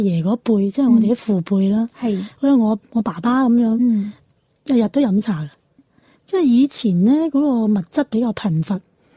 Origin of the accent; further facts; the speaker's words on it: Guangdong, China; 我哋廣東人咧即係資深嗰啲茶人咧